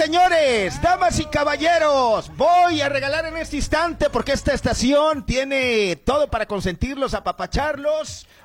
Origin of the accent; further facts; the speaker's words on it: Badiraguato, Sinaloa, Mexico; born there; ¡Arriba Badiraguato! ¡Mi tierra natal!